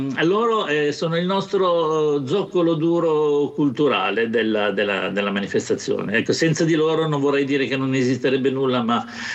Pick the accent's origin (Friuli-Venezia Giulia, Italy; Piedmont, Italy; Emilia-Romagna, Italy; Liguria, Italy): Liguria, Italy; Genoa; born there; moved away as an adult; now in Santa Margherita Ligure, Italy; io sono nato a Genova, ma da 40 anni abito qui a Santa Margherita Ligure.